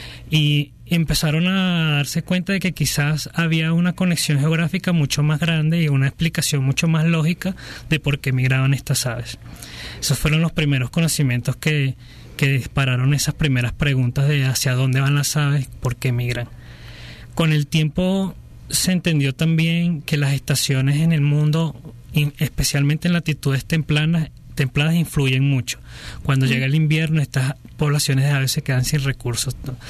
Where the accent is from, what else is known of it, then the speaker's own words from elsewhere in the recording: Barquisimeto, Lara, Venezuela; inicialmente yo vengo de Barquisimeto